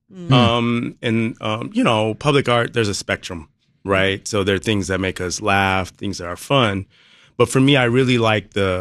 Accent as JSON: {"language": "English", "town": "Chicago", "region": "Illinois", "country": "United States", "said": "I also love the neighborhoods. I'm from Chicago, so it's real important to spread that out"}